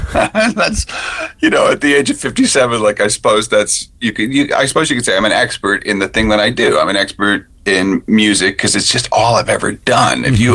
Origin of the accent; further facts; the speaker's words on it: Ontario, Canada; even though I grew up in Ontario, but my mom is from Newfoundland.